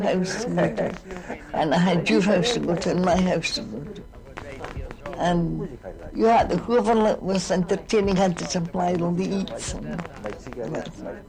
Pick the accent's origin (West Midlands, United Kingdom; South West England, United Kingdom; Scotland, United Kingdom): Scotland, United Kingdom; I come from Scotland, as you know, but my...